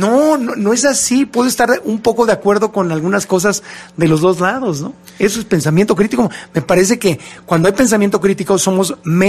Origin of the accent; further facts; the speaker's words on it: Mexico; A mí lo que me desespera mucho como mexicano es el fanatismo.